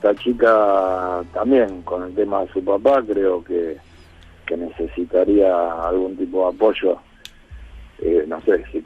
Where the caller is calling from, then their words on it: Mar del Plata, Buenos Aires Province, Argentina; soy de Mar del Plata.